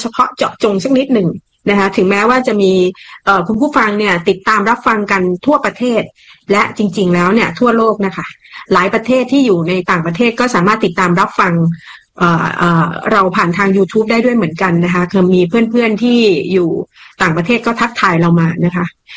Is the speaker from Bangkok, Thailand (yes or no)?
yes; Bangkok, Thailand; เราคือคนกรุงเทพที่เราก็ดูหน้าจอแล้วเราก็ส่งกำลังใจนะ